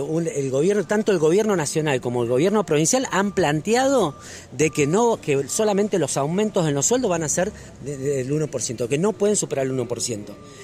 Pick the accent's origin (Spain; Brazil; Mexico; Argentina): Argentina; esto que nos está sucediendo como argentino